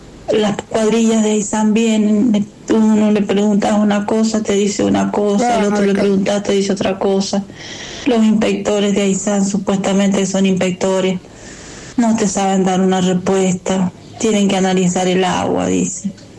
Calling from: Rodeo de la Cruz, Mendoza, Argentina; del Rodeo de la Cruz, de acá, de la calle Milagro.

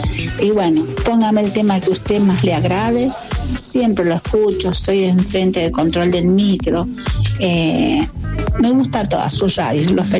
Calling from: Argentina

